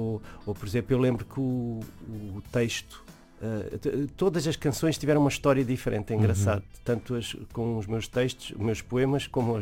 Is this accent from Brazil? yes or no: no; Mozambique; born there; moved away; Há um regresso um bocado diferente a Moçambique, onde nasci